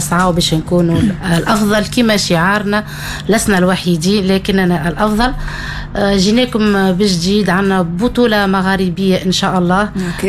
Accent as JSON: {"language": "Arabic", "country": "Tunisia", "said": "نحن كفريق تونسي وإني كمنسقة للفريق التونسي"}